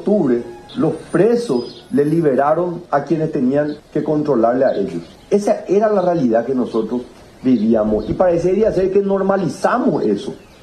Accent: Paraguay; nosotros como paraguayos estamos reivindicando.

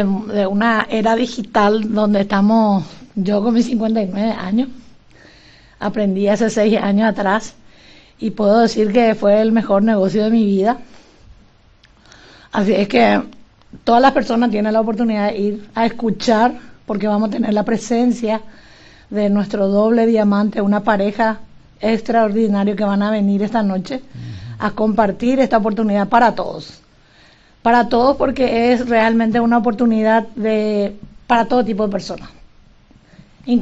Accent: Pedro Juan Caballero, Amambay, Paraguay; moved away as an adult; now in Concepción, Paraguay; Un gusto poder estar aquí en mi querida ciudad, porque yo soy de Pedro Juan Caballero

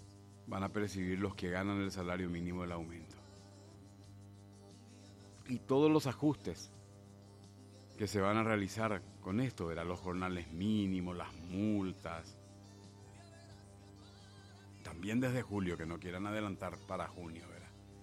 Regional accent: Paraguay

